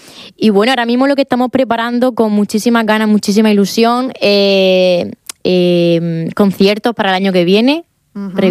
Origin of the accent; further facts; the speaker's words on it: Murcia, Region of Murcia, Spain; Mucha gente me dice que si soy de la parte andalucía, que si soy andaluza, pero no. Soy de aquí